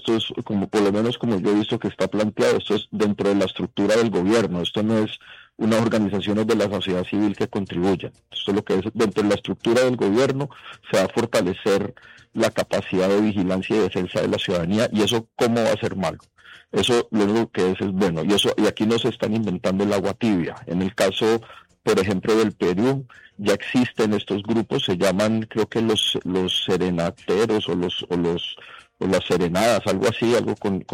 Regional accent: Colombia; Pues a mí lo que, hablando como colombiano, yo lo que pienso es que los líderes en Colombia no pueden seguir llamando a la división o a la polarización.

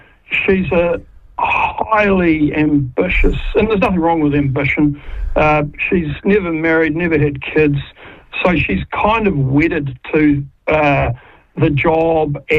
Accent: Hutt Valley, Wellington, New Zealand; I grew up in the Hutt Valley with Belinda Moffat.

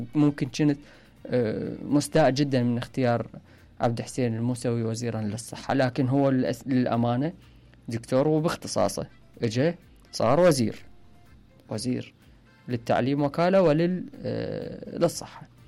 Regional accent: Iraq; احنا كشعب عراقي

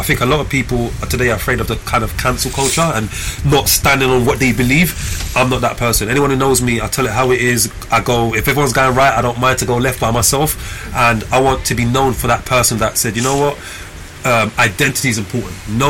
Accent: London, United Kingdom; growing up in East London on the street, you kind of, I've seen it all, done it all.

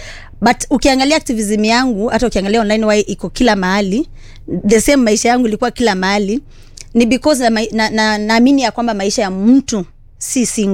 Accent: Nairobi, Kenya; Mimi nimezaliwa na kulelewa Mathare na hapo ndo nakaa.

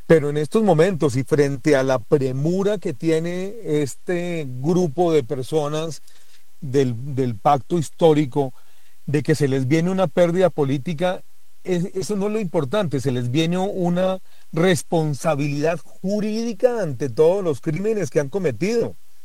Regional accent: Colombia

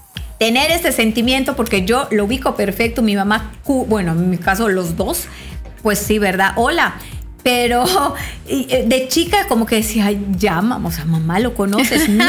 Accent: Mexico; algo que es como muy, muy de mexicanos es que sí, somos como muy molocheros.

